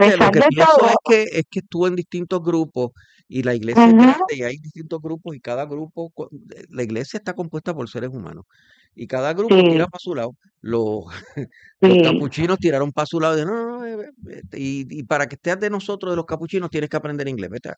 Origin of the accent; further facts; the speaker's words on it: Ponce, Puerto Rico; yo, que soy de Ponce y que no he sido un católico fervoroso